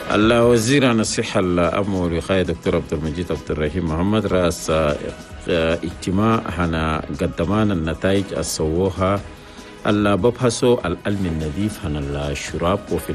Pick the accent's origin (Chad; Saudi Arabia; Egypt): Chad; وكلموا في جانب الاقتصاد حنا بلدنا تشاد